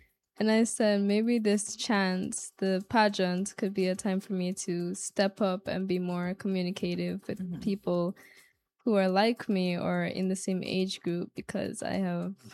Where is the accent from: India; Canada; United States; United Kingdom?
Canada; also born or lived in Saint Vincent and the Grenadines; I am originally from St. Vincent, the Grenadines. I just grew up in Canada.